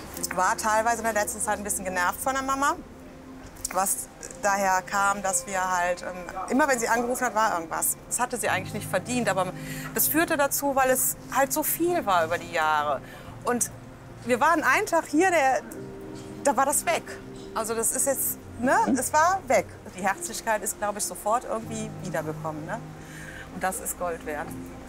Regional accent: Rhineland, Germany; Und wir haben viel Karneval zusammen gefeiert. Wir kommen ja aus dem Rheinland.

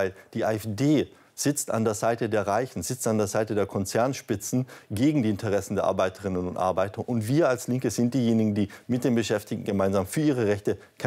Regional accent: Waiblingen, Baden-Württemberg, Germany; vor Ort in Waiblingen, der Heimatstadt, wo ich herkomme, mich eingesetzt habe für Räume für Jugendliche

